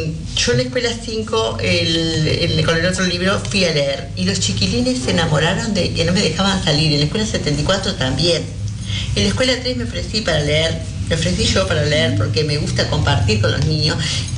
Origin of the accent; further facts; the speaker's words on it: Florida, Uruguay; moved away as an adult; now in Sarandí del Yí, Uruguay; no soy de acá de Sarandí del Sí, no soy oriunda de Sarandí del Sí, sino de Florida. Yo hace años que vivo en Sarandí del Sí